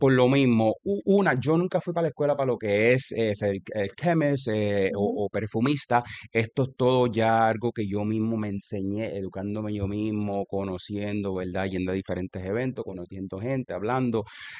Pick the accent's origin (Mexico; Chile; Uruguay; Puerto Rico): Puerto Rico; tenía que representarme a mí como boricua